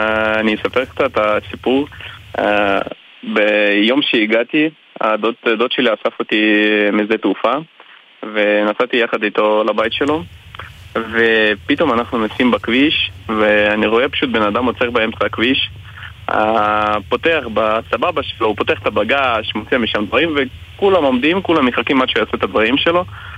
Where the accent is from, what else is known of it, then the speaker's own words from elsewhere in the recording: Ukraine; now in Israel; עולה חדש מאוקראינה. עליתי לפני כ-4 שנים במסגרת נעלה.